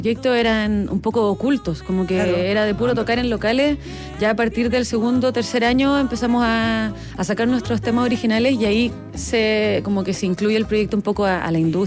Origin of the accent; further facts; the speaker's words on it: Punta Arenas, Magallanes, Chile; Yo que vengo de Punta Arenas, hay harta conexión con el folclore de Argentina del sur, el chamamé, la chacarera, la samba.